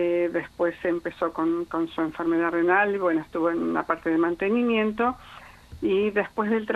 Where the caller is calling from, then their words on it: Gaiman, Chubut, Argentina; soy de Gaima.